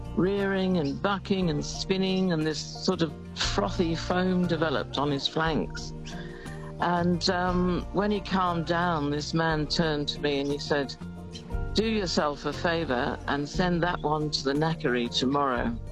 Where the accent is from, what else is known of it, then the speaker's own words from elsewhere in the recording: London, United Kingdom; I'm originally from London, so perhaps I was a little bit nonplussed.